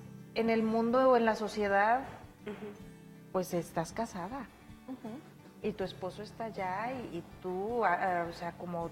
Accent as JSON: {"language": "Spanish", "country": "Mexico", "said": "Y yo decía, ¡oh! Como toda mexicana, a lo mejor, y la idiosincrasia de acá"}